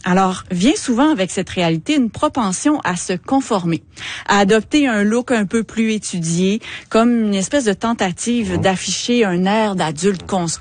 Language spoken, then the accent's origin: French; Quebec City, Quebec, Canada; accent: Québec; mon accent de Québec